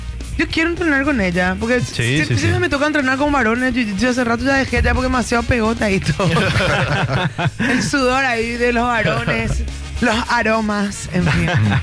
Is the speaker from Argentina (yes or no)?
no; Paraguay; Esos somos nosotros, bien paraguayo.